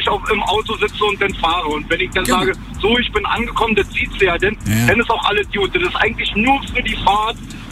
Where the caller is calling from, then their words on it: Berlin, Germany; aus Spandau hier.